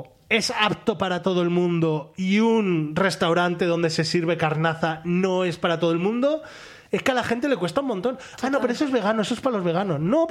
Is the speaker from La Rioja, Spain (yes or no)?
yes; La Rioja, Spain; en La Rioja, de donde soy yo